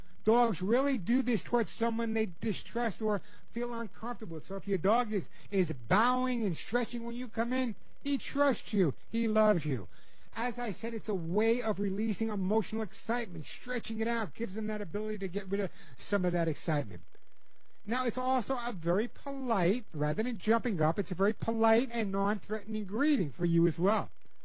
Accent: Long Island, New York, United States

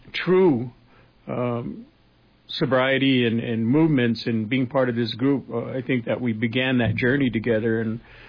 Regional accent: Arizona, United States; I'm an Akamawatam from Hill River, District 6, Komod.

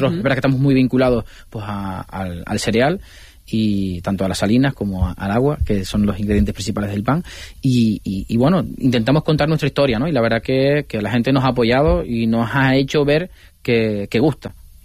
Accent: La Palma, Canary Islands, Spain; somos de La Palma

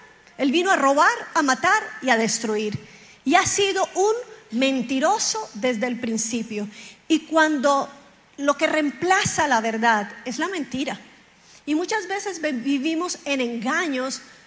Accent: Colombia; uno piensa, como colombiano, uno piensa, quién sabe cuánto le cobraron a esos por la bicicleta

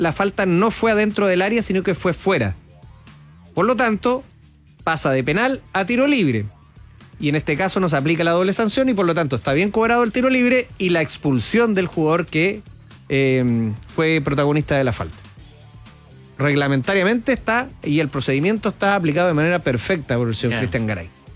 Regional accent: Chile

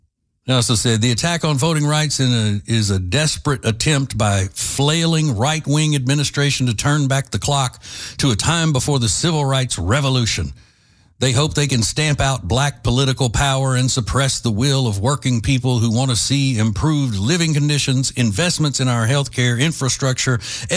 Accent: Louisiana, United States; Believe me, I'm from Louisiana. And I know what I'm saying here.

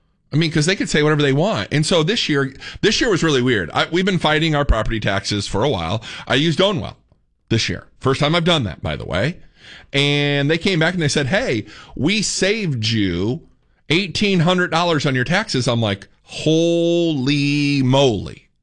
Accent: Northern United States, United States; Once again, I'm a transplant. I'm a Yankee. I came from the North. I say that with pride. I mean, I love Texas. I'm never leaving, ladies and gentlemen.

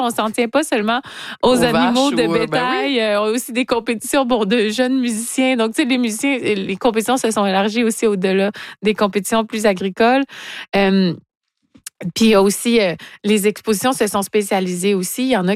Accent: Rimouski, Quebec, Canada; Rimouski, hein, ma terre natale, en 1888.

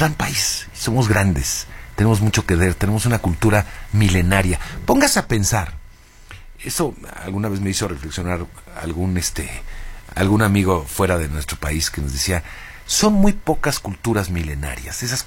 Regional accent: Mexico; soy mexicano y estoy involucrado, pues obviamente sentimentalmente en ese partido.

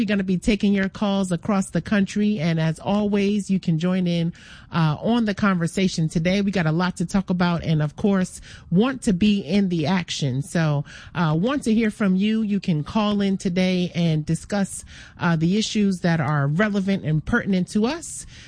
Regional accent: New York, United States; Well, I am a New Yorker, as y'all know, and so I am definitely very excited on the heels of what was a really, really historic game.

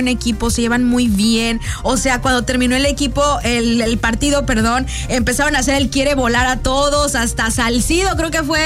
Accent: Mexico

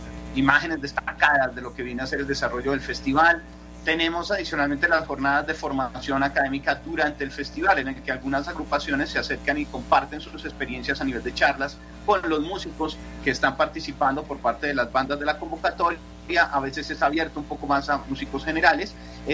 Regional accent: Colombia; nuestro país

